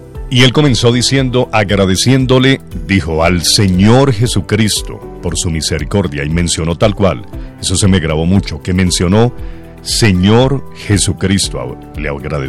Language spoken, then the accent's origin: Spanish; Colombia; Somos colombianos